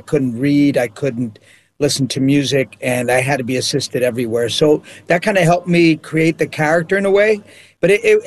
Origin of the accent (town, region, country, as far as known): New York, United States; born or raised there